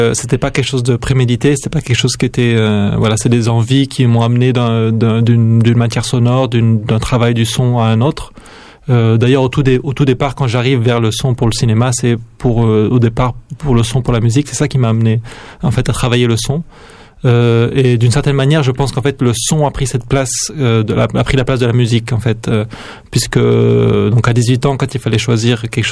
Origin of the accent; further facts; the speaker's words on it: Narbonne, Occitanie, France; moved away; c'est pas très loin de l'endroit où j'ai grandi, donc qui est à Narbonne, donc à quelques heures de train d'ici.